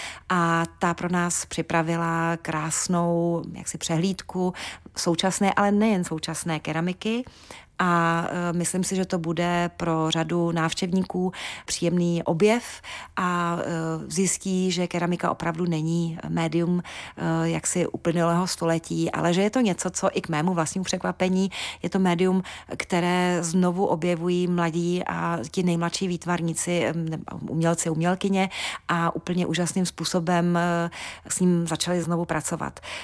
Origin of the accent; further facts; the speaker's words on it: Prague, Czechia; now in Humpolec, Czechia; i když já třeba osobně jsem Pražák jako poleno, jak se říká, ale Humpolec mi velmi jaksi přirostl prostě k srdci a vlastně trávím tady už mnohem víc času než v Praze